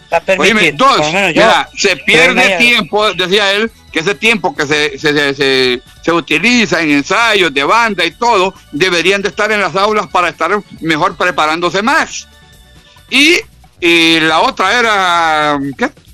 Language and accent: Spanish; Honduras; Yo soy cualquier ciudadano como y corriente, como cualquier hondureño.